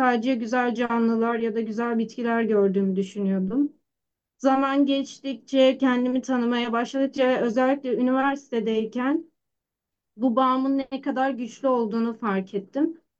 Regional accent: Adana, Turkey; Ben Adanalıyım ve doğayla kurduğum ilişki sürekli yazlara yaylaya gitmemizden dolayı yıllardır var, çok küçüklükten beri.

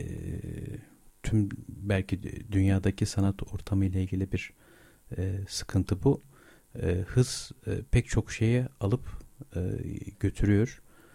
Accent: Şanlıurfa, Turkey

